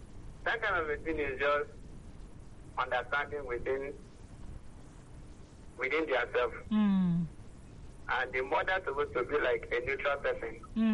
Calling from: Lupeju, Lagos, Nigeria; I'm calling from Lupeju.

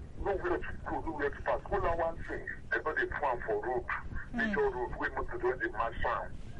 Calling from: Lagos, Nigeria; I'm calling from Lagos.

